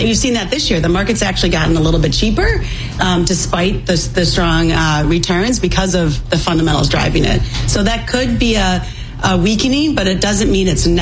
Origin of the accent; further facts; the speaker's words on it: Chicago, Illinois, United States; I grew up really close to Wrigley Field, and I grew up on the South Side. Went to Mother Macaulay High School.